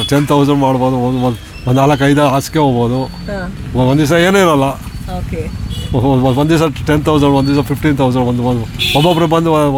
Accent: Shivamogga, Karnataka, India; ಹುಟ್ಟಿ ಬೆಳೆದಿದ್ದಲ್ಲ ಶಿವಮೊಗ್ಗನೇ. ಹುಟ್ಟಿ ಬೆಳೆದಿದ್ದಲ್ಲ.

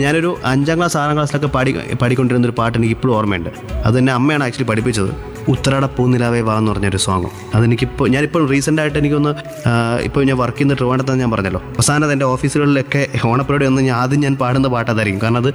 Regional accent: Thadikkad, Kerala, India; now in Thiruvananthapuram, India; ഞങ്ങളുടെ നാട്ടിൽ തടിക്കട എന്ന സ്ഥലമാണ് ഞങ്ങളുടെ.

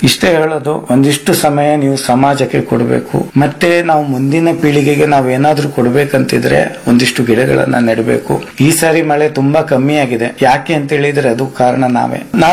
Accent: Kundapura, Karnataka, India; accent: Kundapura Kannada; ಕುಂದಾಪುರದಂಗೆ ನಾನು ಮಾತಾಡಕ್ಕೆ, ಯಾಕಂದ್ರೆ ಕುಂದಾಪುರ ಬದಿಯವನೇ.

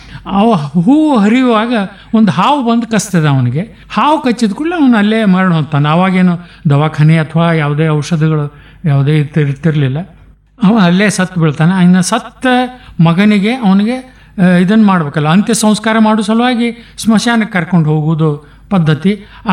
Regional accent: Sindagi, Karnataka, India; born there; also born or lived in various towns; ನಾನು ಹುಟ್ಟಿದ್ದು ಅಂದಿನ ವಿಜಯಪುರ ಜಿಲ್ಲೆಯ, ಈಗಲೂ ಕೂಡ ಸಿಂದಗಿ ತಾಲೂಕು ಸಿಂದಗಿಯಲ್ಲಿ.

